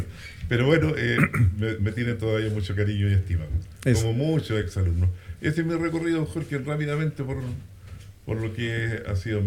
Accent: Longaví, Maule, Chile; moved away as an adult; hasta el año 2000, en que decido también volver a mi pueblo a ayudar a educar a los hijos de mis amigos, de mis parientes, de mis conocidos, porque aquí todos los conocíamos.

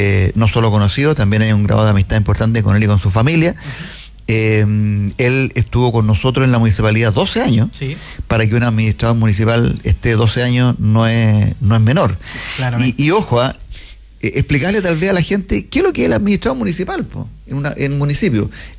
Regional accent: Curicó, Maule, Chile; No, yo curicano

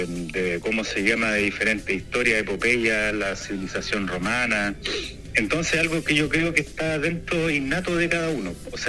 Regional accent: Constitución, Maule, Chile; Yo vengo de Constitución.

